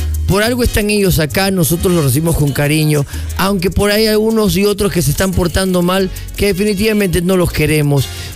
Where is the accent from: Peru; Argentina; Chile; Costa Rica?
Peru; Somos los peruanos.